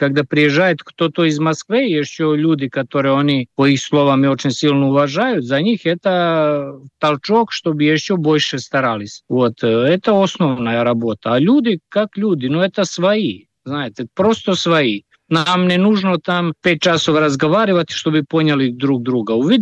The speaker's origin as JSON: {"language": "Russian", "country": "Serbia", "moved": "yes", "said": "Я просто уехал из Сербии 2013 года, не хотелось больше жить там. Сербия стала этим государством, которое мне не подходило."}